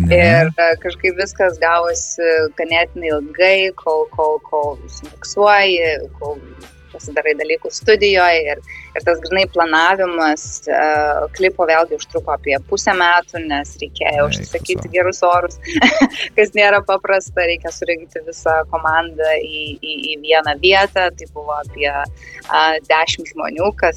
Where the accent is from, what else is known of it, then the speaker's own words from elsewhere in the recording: Vilnius, Vilnius County, Lithuania; nes aš pati iš Vilniaus esu gimus, Joniškėse, tai va, tai kažkaip norėčiau parodyti jam ir pačią šalį ir visas tas gražias vietas, kur užaugau.